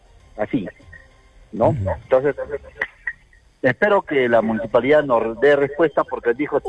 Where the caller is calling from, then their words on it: Arequipa, Peru; soy vecino de Mariano Melgar.